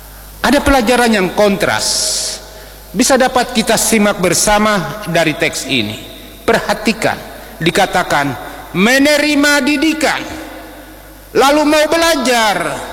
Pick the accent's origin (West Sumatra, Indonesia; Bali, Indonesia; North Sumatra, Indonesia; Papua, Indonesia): Papua, Indonesia; Biak; kita orang Biak